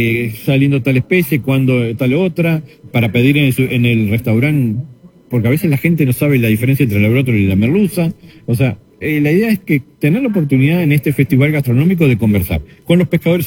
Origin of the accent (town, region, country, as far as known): Uruguay